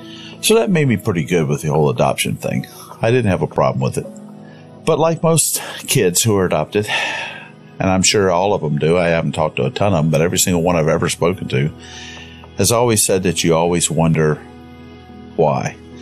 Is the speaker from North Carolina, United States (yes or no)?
yes; Concord, North Carolina, United States; I was adopted by a wonderful man and woman … I was raised in Concord, North Carolina, which is in Cabarrus County in the beautiful heart of North Carolina in the Piedmont region.